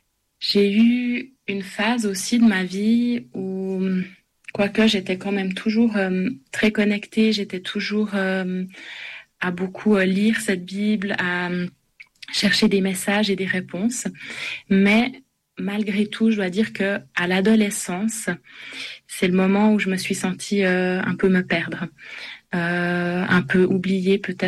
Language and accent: French; Switzerland; born there; Quand j'étais enfant, j'ai été à l'éveil à la foi, et puis après j'ai suivi le parcours un peu typique en Suisse, en tout cas, avec le catéchisme et tous les sacrements.